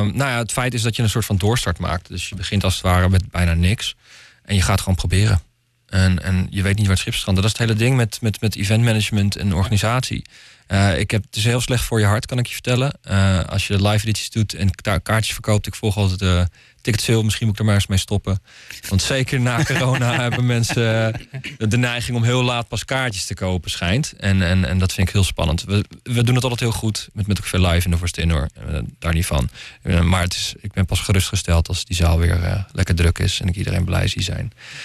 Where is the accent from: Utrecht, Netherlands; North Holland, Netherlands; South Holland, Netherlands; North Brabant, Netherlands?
North Holland, Netherlands; Muiderberg; vanuit Muiderberg, waar ik vandaan kom.